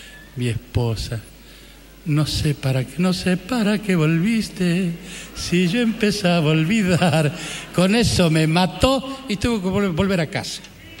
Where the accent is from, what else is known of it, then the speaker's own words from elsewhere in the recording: Coronel Moldes, Salta, Argentina; moved away; en mi pueblo natal, en Coronel José de Moldes, que queda en la provincia de Salta.